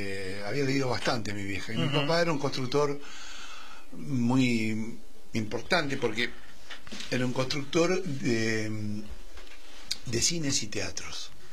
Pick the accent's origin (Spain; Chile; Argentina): Argentina; Bernal, Buenos Aires Province; Yo soy de Bernal Oeste.